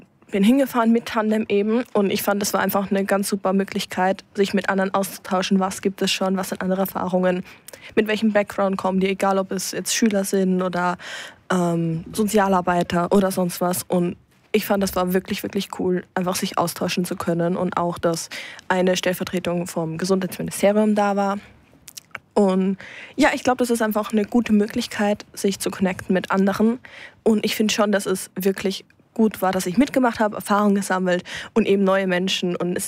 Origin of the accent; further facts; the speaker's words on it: Zwickau, Saxony, Germany; auch in unserer Stadt, ich komme aus Zwickau, wo ich auch Leute kenne, die sich dort engagieren.